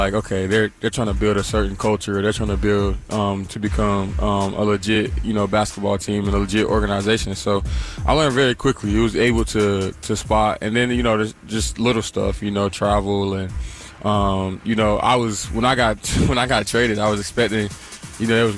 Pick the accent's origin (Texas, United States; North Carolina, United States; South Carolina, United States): North Carolina, United States; I kind of already know how to, like, maneuver here and know about a lot of stuff because I'm obviously from North Carolina.